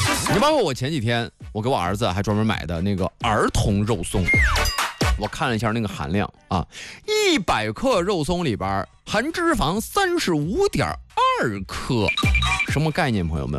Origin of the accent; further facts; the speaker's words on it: Nangong, Hebei, China; moved away; 我老家是邢台那一块的，就是邢台南宫的，我们也是碳水爱好者的天堂啊。